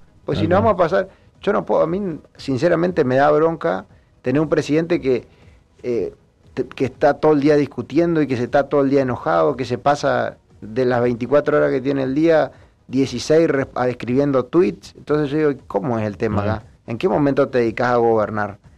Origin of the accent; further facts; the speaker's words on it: Argentina; now in Misiones, Argentina; Algún día voy a volver y voy a ser intendente en mi pueblo también